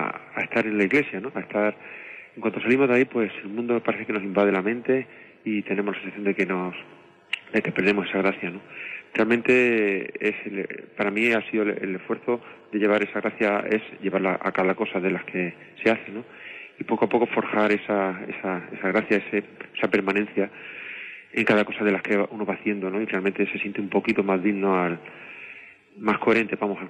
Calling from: Alicante, Valencian Community, Spain; de Alicante.

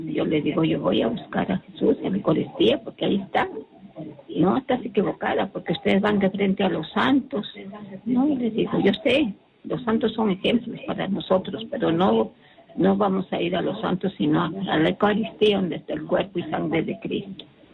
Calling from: Piura, Peru; Soy de Piura.

